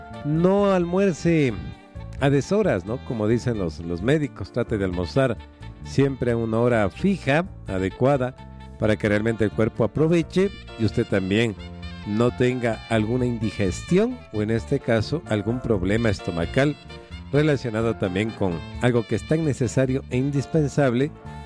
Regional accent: Quito, Pichincha, Ecuador; nos identifica como quiteños

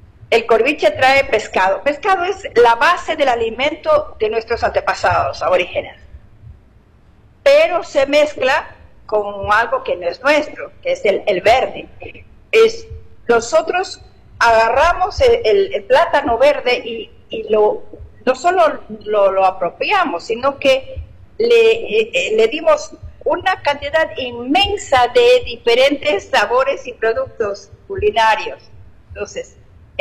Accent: Ecuador

